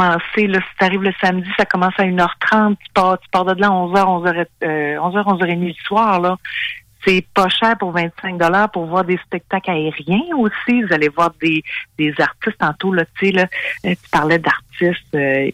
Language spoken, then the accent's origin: French; Quebec, Canada; Ben, c'est parce qu'à la base, on vient du Saguenay, hein, vous comprenez?